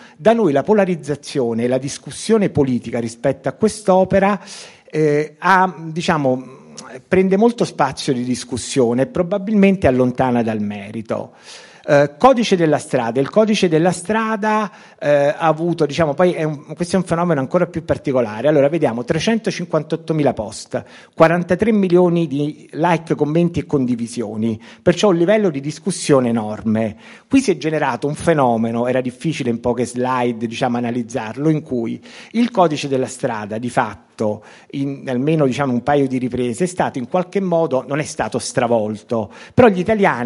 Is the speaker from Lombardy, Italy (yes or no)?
no; Naples, Campania, Italy; non lo dico in quanto napoletano, ma è vero.